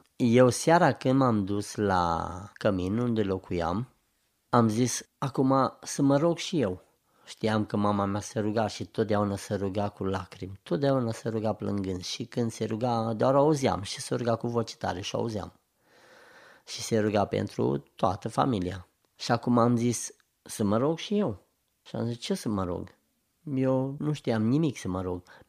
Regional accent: Forosig, Bihor County, Romania; Mama mea era în Forosig, unde m-am născut, iar eu eram în oraș, în Oradea.

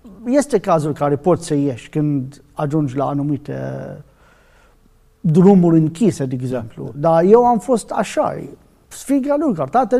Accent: Iraq; Eu nu mă gândesc la căsătorie, dar eu sunt din Irak, e din România, cam distanțe.

